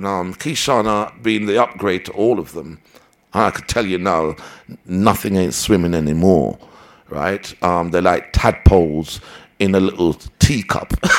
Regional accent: Jamaica; I'm Jamaican.

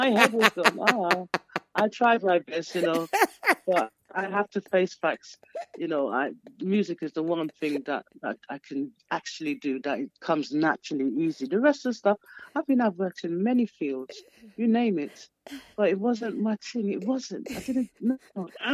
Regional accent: London, United Kingdom; also born or lived in Trinidad and Tobago; I was born in Tottenham. I spent the first 8 years, 9 years in Trinidad and Tobago and came back to Northwest London.

